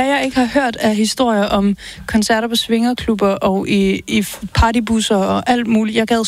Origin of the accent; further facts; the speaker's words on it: Region of Southern Denmark, Denmark; now in Aarhus, Denmark; Altså, jeg er jo fra Sønderjylland, men jeg bor i Aarhus.